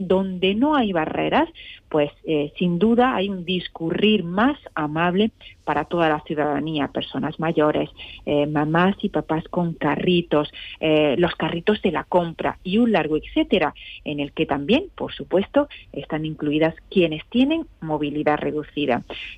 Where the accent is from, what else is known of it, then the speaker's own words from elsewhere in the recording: Almería, Andalusia, Spain; Somos los únicos almerienses en acceder a este concurso.